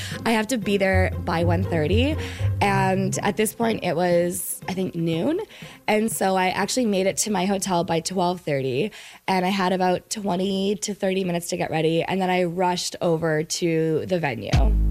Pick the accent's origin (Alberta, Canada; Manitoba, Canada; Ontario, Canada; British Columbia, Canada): Manitoba, Canada; Winnipeg; I am from Winnipeg, Manitoba